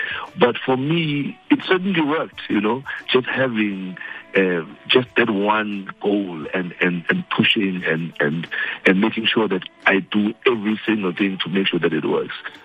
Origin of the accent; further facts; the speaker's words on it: Port Elizabeth, Eastern Cape, South Africa; So I'm from the Eastern Cape, Epai, in a small little township called New Brighton